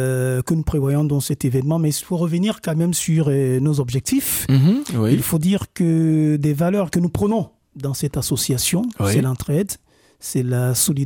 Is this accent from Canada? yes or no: no; Cameroon; now in Liège, Belgium; je suis originaire du Cameroun, le continent.